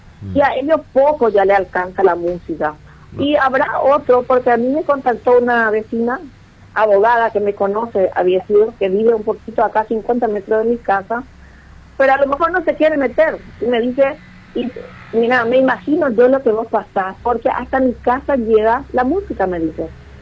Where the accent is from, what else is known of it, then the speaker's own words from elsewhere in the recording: Ciudad del Este, Alto Paraná, Paraguay; born there; soy de Ciudad del Este, nací aquí en kilómetro 9 Mondal